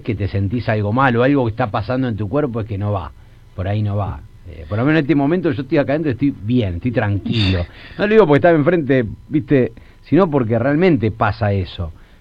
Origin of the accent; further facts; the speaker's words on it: Rosario, Santa Fe, Argentina; soy rosarino de Newell.